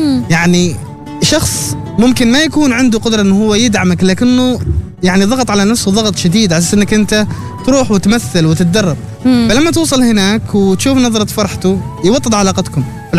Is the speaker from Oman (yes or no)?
yes; Dhofar, Oman; أنا من خلفية ريفية وجبالية، نحن عندنا اللغة الجبالية أو شحرية، شحرات.